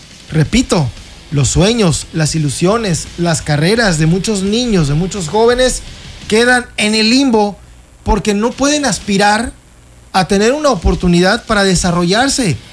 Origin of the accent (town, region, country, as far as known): Mexico